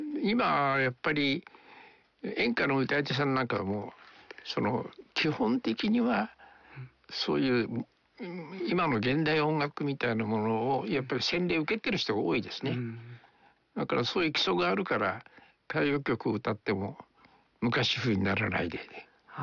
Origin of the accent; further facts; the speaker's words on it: Fukuoka, Japan; 僕も福岡ですから